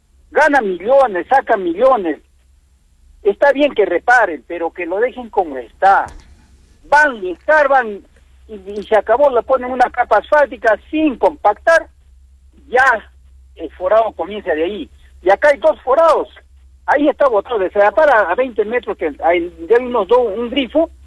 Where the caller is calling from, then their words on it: Arequipa, Peru; es un orgullo vivir acá en esta hermosa tierra de Arequipa.